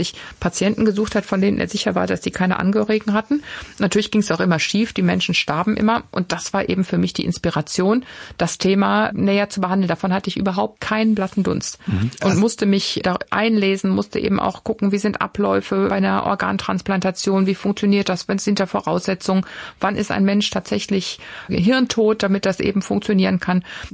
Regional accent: Germany

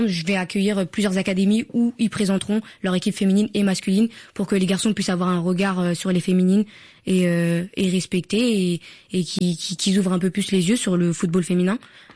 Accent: Senegal; J'ai commencé au Sénégal parce que je viens du Sénégal et je trouvais ça logique de commencer dans mon pays d'origine.

